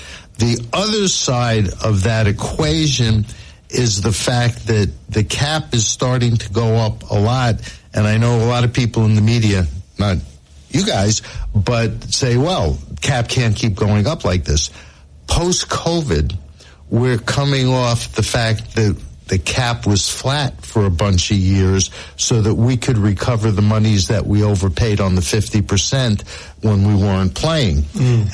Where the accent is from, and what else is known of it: New York, United States; born or raised there